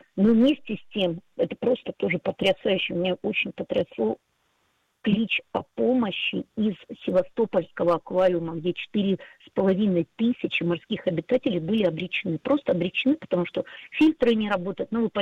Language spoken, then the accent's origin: Russian; Donetsk, Donetsk Oblast, Ukraine; я вот дончанка